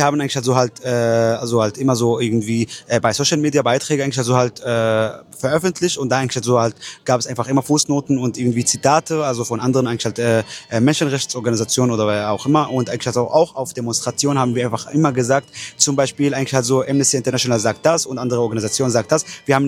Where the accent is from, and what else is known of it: Palestine